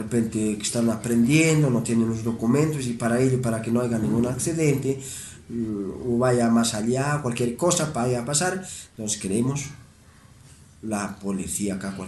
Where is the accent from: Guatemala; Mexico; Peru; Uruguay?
Peru; demostrar que somos buenos peruanos